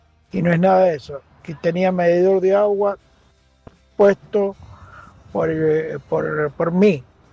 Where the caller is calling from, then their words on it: Guaymallén, Mendoza, Argentina; yo soy acá de Guaymallén.